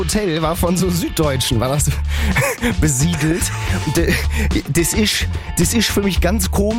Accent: Duisburg, North Rhine-Westphalia, Germany; weil ich komme ja aus Duisburg.

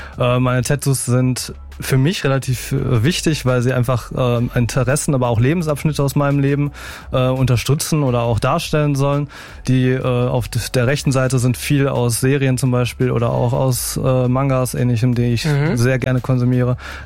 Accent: Bottrop, North Rhine-Westphalia, Germany; ich bin 28 Jahre alt, komme aus Bottrop ursprünglich und bin Lehramtsreferendar aktuell.

